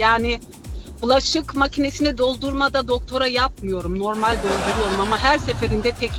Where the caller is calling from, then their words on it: Stuttgart, Baden-Württemberg, Germany; Merhabalar … Stuttgart'tan.